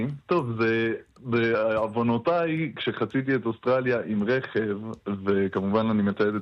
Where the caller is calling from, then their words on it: Southern District, Israel; אני עכשיו, לא פחות, מחוות נועם במדבר, שזה צימרים מעממים ככה בדרום.